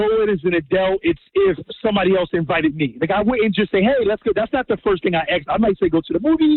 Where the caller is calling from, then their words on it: Philadelphia, Pennsylvania, United States; I'm from Philadelphia. I love Jersey, but I work in Jersey. I'm a tractor trailer driver. I work in Jersey. I work out of Trenton.